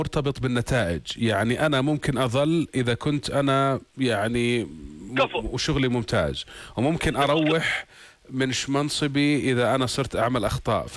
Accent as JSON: {"language": "Arabic", "country": "Jordan"}